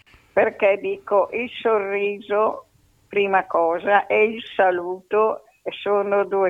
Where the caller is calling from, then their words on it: Rovato, Lombardy, Italy; sono di Rovato anch'io.